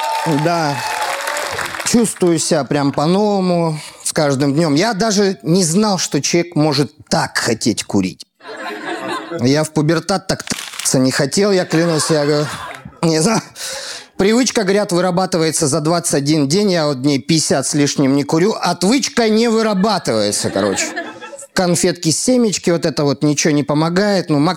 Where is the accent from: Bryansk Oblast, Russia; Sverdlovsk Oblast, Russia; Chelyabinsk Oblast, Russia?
Chelyabinsk Oblast, Russia; Chelyabinsk; я из Челябинска